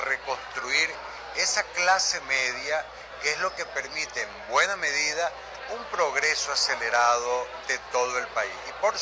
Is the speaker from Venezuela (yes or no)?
yes; Venezuela; que entendamos que todos somos venezolanos.